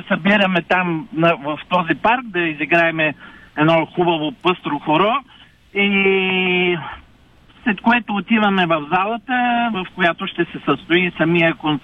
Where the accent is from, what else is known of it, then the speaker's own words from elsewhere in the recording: Kazanlak, Stara Zagora Province, Bulgaria; moved away as an adult; also born or lived in Plovdiv; now in Canada; Аз вече 25 години съм в Канада, да, но съм от Казанлък.